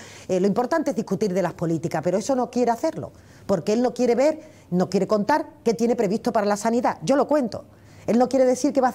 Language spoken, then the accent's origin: Spanish; Andalusia, Spain; accent: Andalusian; No, en donde permanentemente intentan mimetizar acento andaluz con ignorancia, cosa que me molesta especialmente, con chabacanería, con ordinariez